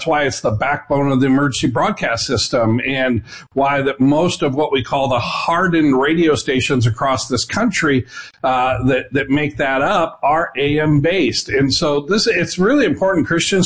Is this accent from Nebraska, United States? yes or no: yes; Nebraska, United States; I grew up in Nebraska, the Midwest. AM radio was a staple.